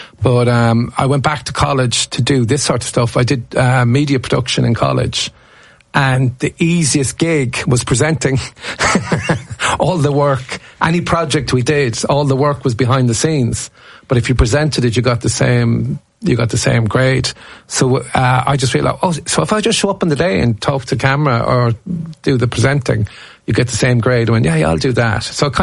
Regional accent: Corbally, Munster, Ireland; I'm from Corbally. They brought the All-Ireland to the primary school when I was a kid.

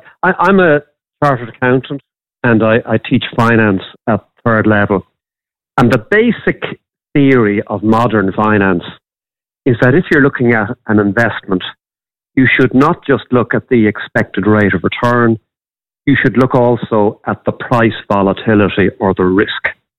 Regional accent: Castlebar, Connacht, Ireland; I was brought up in Castlebar

